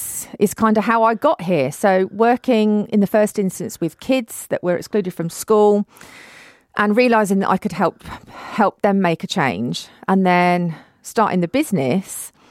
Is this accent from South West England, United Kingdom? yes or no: yes; Christchurch, South West England, United Kingdom; also born or lived in Edinburgh, Scotland; now in Black Country, United Kingdom; So, yeah, but I was born in Scotland, just outside Edinburgh. I lived there for 3 years. Mum and Dad moved down to the South Coast, Christchurch near Bournemouth, when I was three.